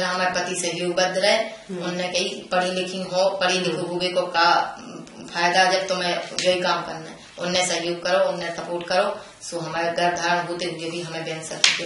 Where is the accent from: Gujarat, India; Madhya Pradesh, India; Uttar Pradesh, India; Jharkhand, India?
Uttar Pradesh, India; Prithvipur Naya Kheda; और हम पृथ्वीपुर नया खेड़ा बबीना ब्लॉक के रहने वाले हैं